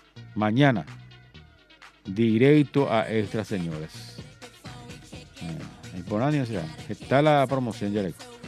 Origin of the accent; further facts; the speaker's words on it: Paraguay; No, y todos somos paraguayos. Hay que apoyar al equipo.